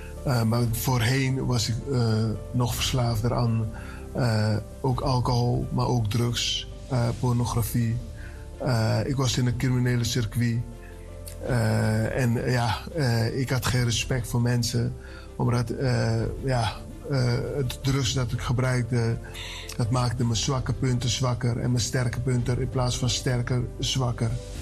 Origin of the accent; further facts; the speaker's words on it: Suriname; now in Almere, Netherlands; Ik kom uit Suriname. En momenteel woon ik in Almere.